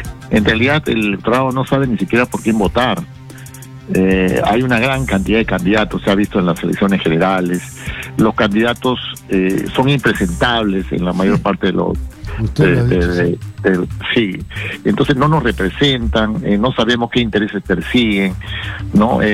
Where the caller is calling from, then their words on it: Peru; ni como peruanos